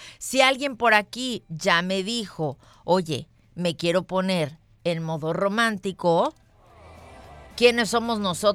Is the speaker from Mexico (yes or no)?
yes; Mexico; Hoy recordamos y ubicamos que somos mexicanos